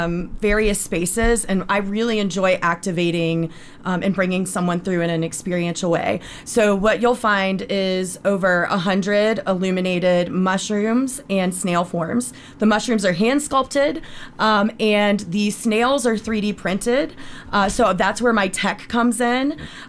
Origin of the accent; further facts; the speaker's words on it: Charlotte, North Carolina, United States; also born or lived in Ohio; And I am from North Carolina and from Charlotte.